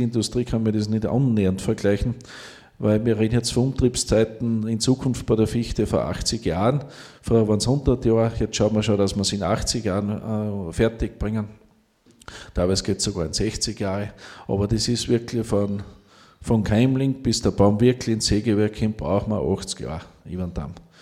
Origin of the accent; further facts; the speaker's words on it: Styria, Austria; now in Freistadt District, Upper Austria, Austria; ich komme gebürtig aus der Steiermark